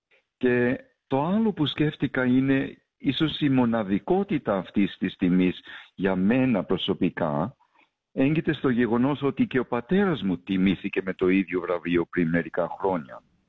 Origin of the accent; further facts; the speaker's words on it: Sydney, New South Wales, Australia; moved away as an adult; also born or lived in Adelaide / Athens / Oxford; Γεννήθηκα στην Αδελαΐδα. Εκεί πρώτο υπηρέτησε σαν κληρικός ο πατέρας μου. Και όταν ήμουν 5 ετών μετακομίσαμε στο Σίδνη, όπου μεταφέρθηκε ο πατέρας μου